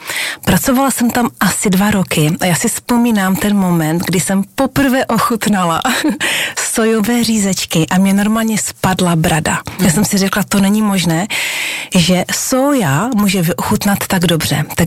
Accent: Moravia, Czechia; když jsem se potom vrátila zpátky na Moravu, odkud pocházím

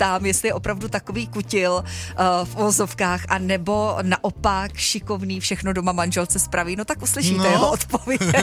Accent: North Bohemia, Czechia; moved away; also born or lived in Ústí nad Labem; jako Severočech, že, který tam navíc několik let žil

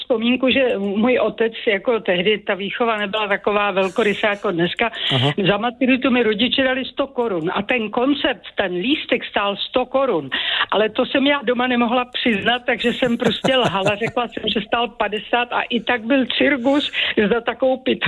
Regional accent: Prague, Czechia; Byla jsem v Praze, protože jsem rodilý Pražák

